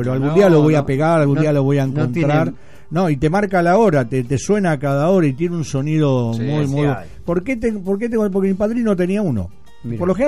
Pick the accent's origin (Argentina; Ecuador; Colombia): Argentina; Como buen argentino, todo lo atamos con alambre.